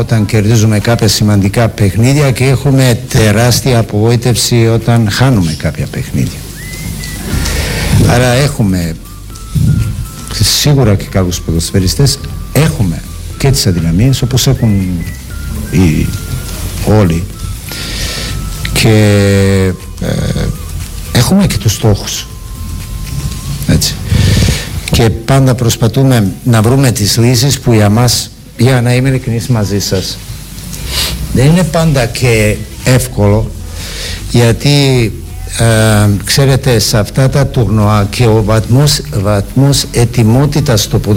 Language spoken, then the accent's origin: Greek; Greece; σαν Έλληνες